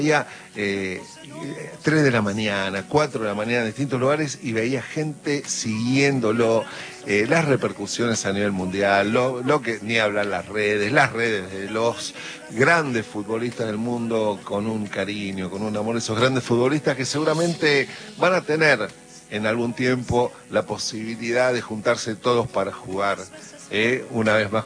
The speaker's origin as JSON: {"language": "Spanish", "country": "Argentina", "said": "así somos los argentinos."}